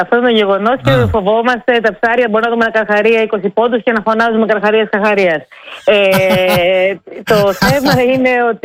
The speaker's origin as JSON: {"language": "Greek", "country": "Greece", "said": "όλοι έχουμε δει μέδουσες μεγαλώνοντας στην Ελλάδα"}